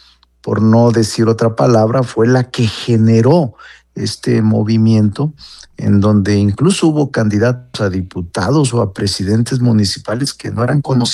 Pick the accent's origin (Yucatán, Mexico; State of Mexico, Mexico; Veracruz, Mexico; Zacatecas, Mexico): Zacatecas, Mexico; O incluso Zacatecas, mi tierra, hombre